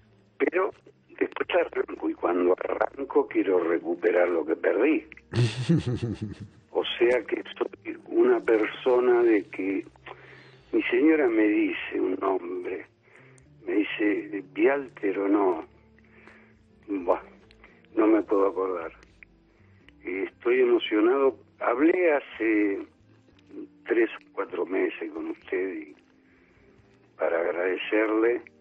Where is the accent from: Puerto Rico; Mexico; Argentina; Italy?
Italy; Yo soy italiano y ella es vasca.